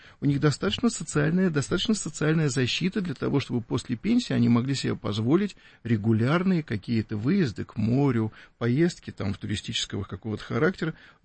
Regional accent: Moscow, Russia; Опять же, я же москвич, Мне трудно себе представить, каковы пенсии и возможности, допустим, тех, кто живет там в Сыктывкаре или в Йошкар-Оле

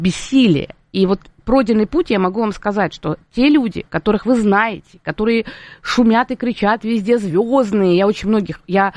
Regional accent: Moscow, Russia; born there; И с того момента, когда я пережила эти три дня, и когда мы попали в Москву, хотя я родилась в Москве, мы уезжали потом

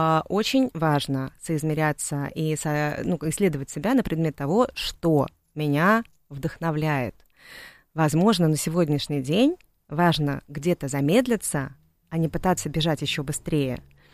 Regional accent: Saint Petersburg, Russia; Я из Питера.

